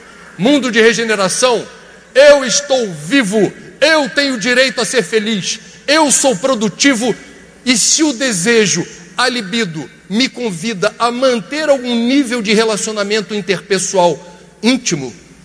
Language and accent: Portuguese; Rio de Janeiro, Brazil; Eu venho do Rio de Janeiro, Copacabana. É o bairro do Brasil com a maior concentração de idosos por metro quadrado.